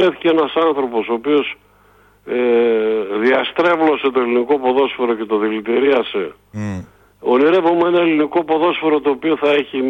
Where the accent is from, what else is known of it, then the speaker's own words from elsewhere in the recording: Greece; Εγώ, ως φίλαθλος του ΠΑΟΚ, είμαι Έλληνας φίλαθλος. Καταρχάς είμαι πρώτα Έλληνας και μετά ΠΑΟΚΣΙΣ.